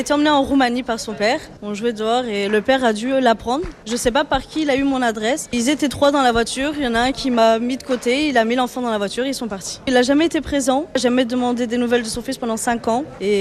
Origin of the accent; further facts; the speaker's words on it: France; L'enfant est français, je suis française.